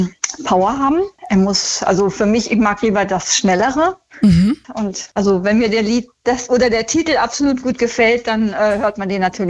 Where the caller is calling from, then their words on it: Altenau, Lower Saxony, Germany; ich komme aus Altenau im Oberharz